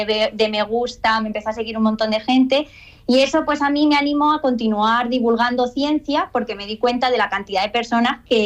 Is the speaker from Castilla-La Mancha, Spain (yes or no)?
yes; Castilla-La Mancha, Spain; accent: manchego; also born or lived in Lyon, France; yo decía Castilla-La Mancha